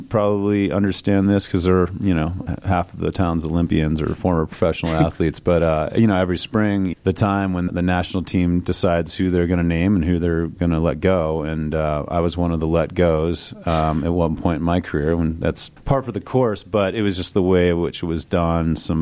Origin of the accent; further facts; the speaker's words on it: Park City, Utah, United States; I grew up here in Park City.